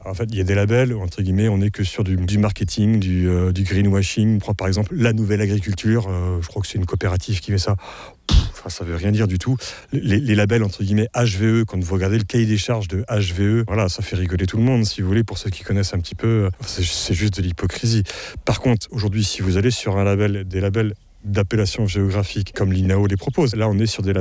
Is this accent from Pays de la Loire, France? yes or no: yes; Pays de la Loire, France; chez nous, en Vendée, dans les Mauges